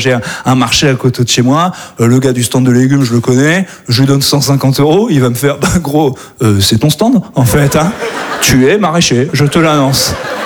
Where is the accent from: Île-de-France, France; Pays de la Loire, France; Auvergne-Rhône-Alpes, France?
Auvergne-Rhône-Alpes, France; C'est vrai que moi, je viens d'Auvergne à la base. Donc, pour moi, le saucisson est un légume.